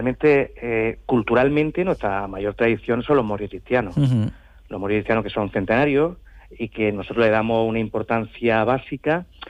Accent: Senés, Andalusia, Spain; mi pueblo es lo que dice su eslogan, es que Senés sí. enamora.

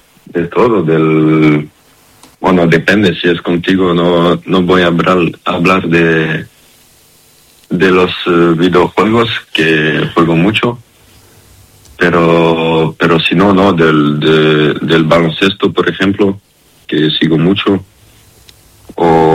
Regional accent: France; Spanish is a second language; yo nací en Francia con mi hermano. Y si no, tengo toda mi familia de Serbia y en casa hablamos serbio, voy a Serbia, Belgrado cada año. Y que si no, yo con Francia, solo nací en Francia y crecí en Francia.

